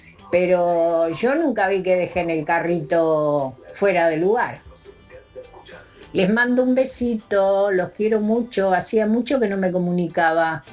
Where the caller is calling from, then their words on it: Tapiales, Buenos Aires Province, Argentina; Hola chicos … de Tapiales.